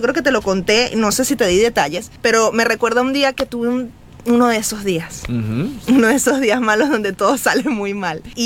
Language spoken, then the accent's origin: Spanish; Venezuela; como decimos en Venezuela